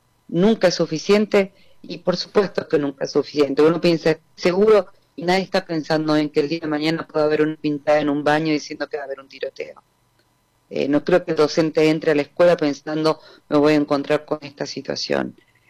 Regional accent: San Martín de los Andes, Neuquén, Argentina; Yo vengo de San Martín de los Andes y hay una comunidad educativa muy activa.

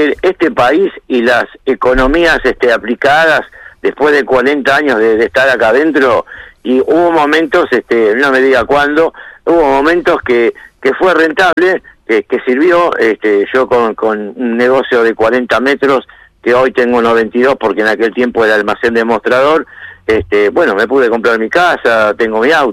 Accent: Argentina; como argentino nunca dejamos de ser optimistas

